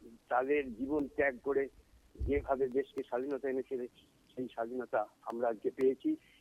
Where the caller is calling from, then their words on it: Purba Bardhaman, West Bengal, India; নমস্কার, আমি পূর্ব বর্ধমানের ডাঙ্গার থেকে